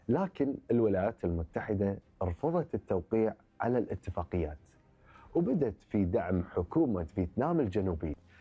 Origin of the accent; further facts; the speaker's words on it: Kuwait; في ديرتنا الحبيبة الكويت استمرت مسيرة بناء الدولة الحديثة بخطى واثقة وثابتة